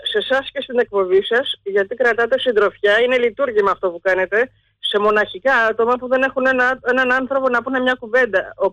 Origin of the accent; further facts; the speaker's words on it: Central Greece, Greece; την Εύβοια, τη πατρίδα μου